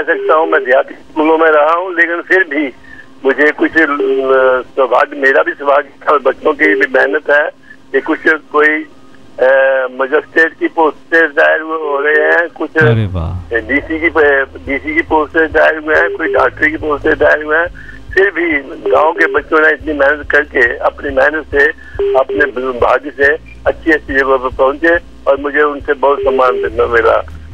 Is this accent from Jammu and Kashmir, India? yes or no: yes; Kathua district, Jammu and Kashmir, India; born there; मैं जम्मू संभाग से बोल रहा हूँ, नलोटा गुजरू मेरा गांव है, और मेरा जिला है कठुआ।